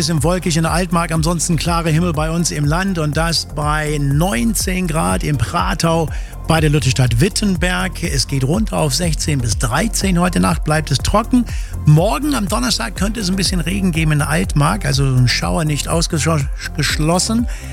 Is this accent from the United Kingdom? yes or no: yes; England, United Kingdom; Und ein Song, der zu mir jetzt gerade passt als Engländer